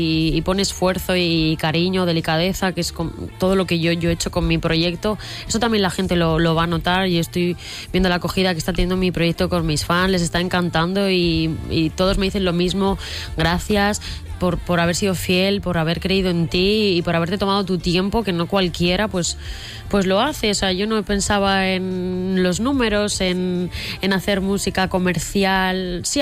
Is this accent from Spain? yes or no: yes; Spain; Pero creo que ser una mujer española para mí tiene un peso increíble. Me siento muy orgullosa de donde vengo, de mis raíces, de lo que somos.